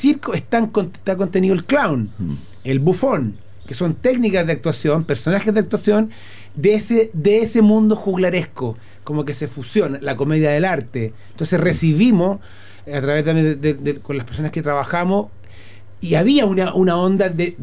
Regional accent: Chile; Somos chilenos.

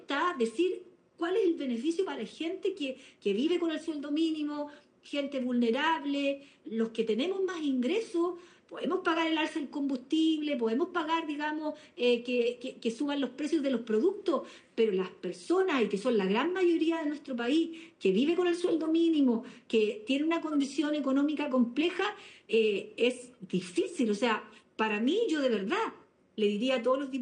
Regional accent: Chile; obviamente somos chilenos

